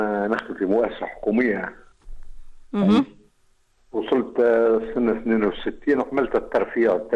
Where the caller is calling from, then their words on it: Sers, Kef Governorate, Tunisia; بالله معك … من السرس.